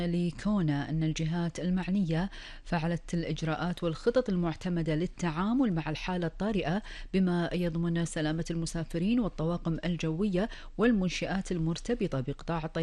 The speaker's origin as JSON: {"language": "Arabic", "country": "Kuwait", "said": "ديرتنا الحبيبة الكويت"}